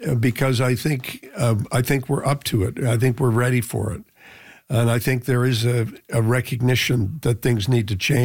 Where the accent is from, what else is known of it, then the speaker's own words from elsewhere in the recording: Canada; we, you know, we are the Canadian people and we have the power to do whatever we want to do.